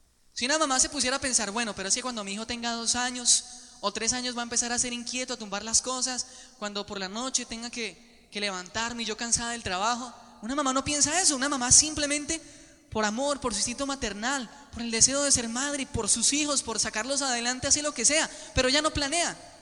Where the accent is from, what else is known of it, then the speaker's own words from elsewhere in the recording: Bogotá, Colombia; born there; moved away as an adult; now in Villavicencio, Colombia; Soy allá, pues nací en Bogotá, pero estoy viviendo hace 7 años en la diócesis de Villavicencio.